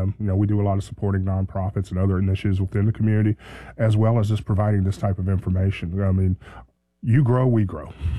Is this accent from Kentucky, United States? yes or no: yes; Kentucky, United States; now in Fayetteville, United States; I grew up outside Fort Campbell.